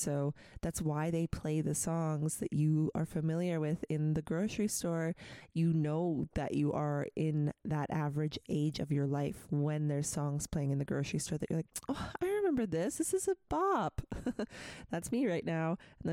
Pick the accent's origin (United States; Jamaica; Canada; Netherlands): Canada; Prince George, British Columbia; So we would listen to what was back in the day known as 94X when I was growing up in Prince George.